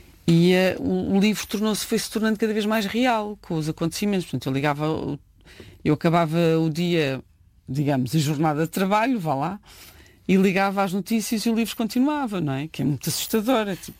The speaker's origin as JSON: {"language": "Portuguese", "country": "Portugal", "said": "sendo eu portuguesa"}